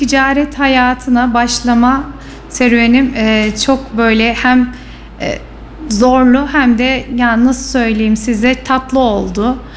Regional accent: Erzurum, Turkey; now in Kayseri, Turkey; Aslen Erzurumluyum ama bir tarafımızda Kars Selim. Tamamen bir doğu kızıyım.

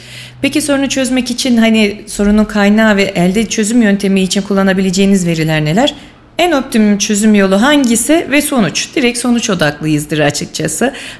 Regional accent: Kayseri, Turkey; born there; ben 1989 Kayseri doğumluyum.

